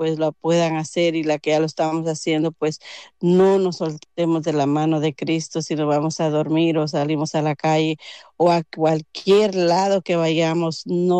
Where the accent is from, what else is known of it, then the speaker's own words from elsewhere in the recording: Guatemala; moved away; el área donde nosotros venimos de Guatemala